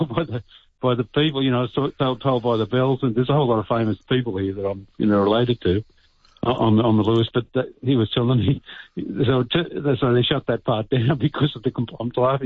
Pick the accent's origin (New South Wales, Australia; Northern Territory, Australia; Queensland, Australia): New South Wales, Australia; Yass; I come from the Yass area. I'm Ngunnawal.